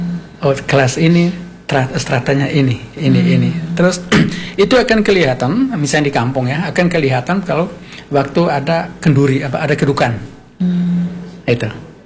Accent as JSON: {"language": "Indonesian", "region": "East Nusa Tenggara", "country": "Indonesia", "tie": "born or raised there", "said": "Wolobobo itu kampung saya tuh."}